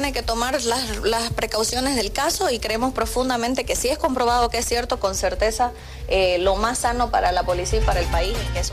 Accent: Bolivia; Yo creo que nosotros como bolivianos

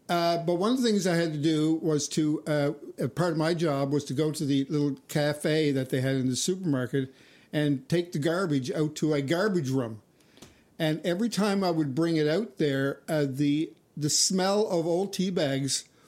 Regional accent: Mount Pearl, Newfoundland and Labrador, Canada; I have to say that my memories of growing up in Mount Pearl were pretty good.

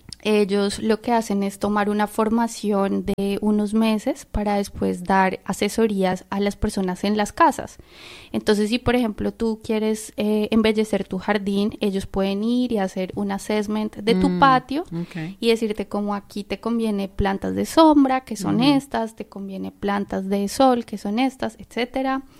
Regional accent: Bogotá, Colombia; yo crecí en Bogotá, que es la capital de Colombia, es una ciudad que tiene muchos árboles

